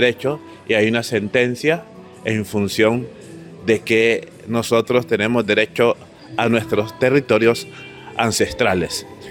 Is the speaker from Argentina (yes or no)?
no; Honduras; born there; nuestros antepasados fueron los que llegaron acá, a nuestro país, pero nosotros somos hondureños, nacidos en Honduras